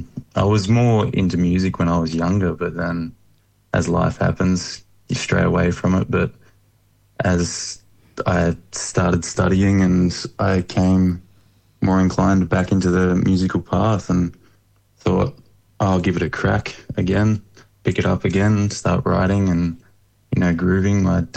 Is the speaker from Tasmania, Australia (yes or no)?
no; Lakes Entrance, Victoria, Australia; I grew up in Lakes Entrance on the edge of the world there in Victoria, on the beach in the country.